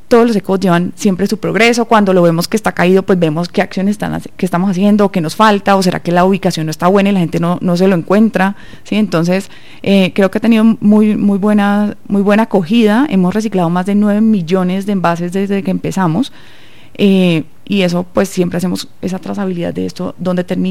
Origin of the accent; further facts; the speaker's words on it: Cali, Valle del Cauca, Colombia; Bueno, nosotros pues somos caleños, no sé si lo han notado.